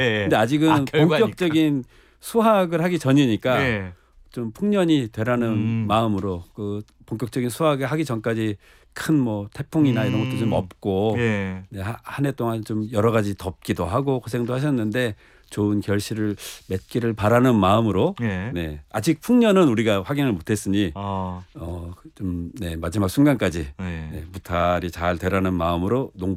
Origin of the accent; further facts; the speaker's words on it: Seoul, South Korea; 저는 나기도 자기라기도 다 서울에서 하긴 했는데 저희 집안이 전부 다 전라도 익산 분들이세요. 그래서 저는 제가 사투리를 쓰는지 몰랐어요.